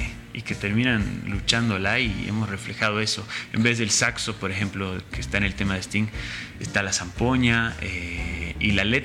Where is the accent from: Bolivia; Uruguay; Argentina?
Bolivia; que nos pasan pues como bolivianos todo